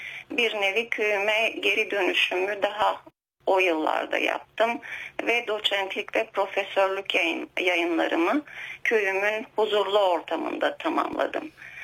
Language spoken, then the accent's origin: Turkish; Kardzhali, Kardzhali Province, Bulgaria; moved away as an adult; now in Turkey; Ben Kırcaali doğumluyum ama hayatımın ilk 7 yılını, okul öncesi yıllarımı oradaki telaffuzuyla Gırcalı'nın Garabaslı köyünde geçirdim. Bulgarca adı Kaluyan Sidri köyümün.